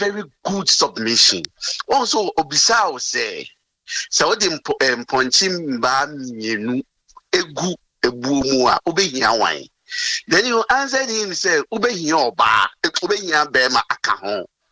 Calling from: Ashalaja, Greater Accra, Ghana; I'm calling from Ashalaja.

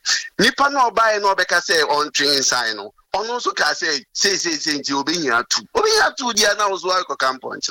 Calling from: Ashalaja, Greater Accra, Ghana; I'm calling from Ashalaja.

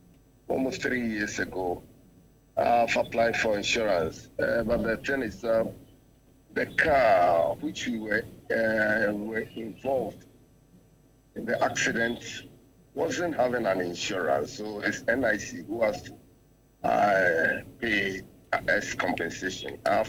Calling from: Kumasi, Ashanti, Ghana; from Kumasi.

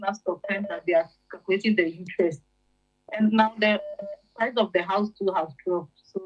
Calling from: Canada; I'm calling from Canada.

